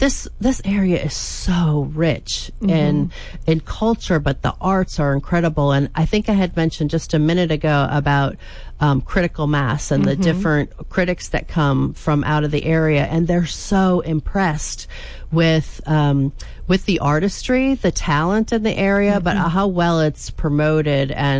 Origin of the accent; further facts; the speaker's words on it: Pennsylvania, United States; went back to Pennsylvania for my job, and because it was my hometown and my parents were aging.